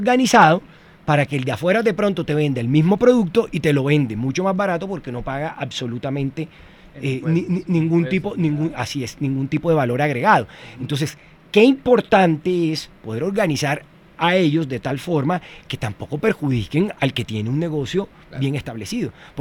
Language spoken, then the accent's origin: Spanish; Córdoba, Colombia; moved away as an adult; now in Bogotá, Colombia; Yo soy cordobés, pero llevo más de 20 años viviendo en Bogotá.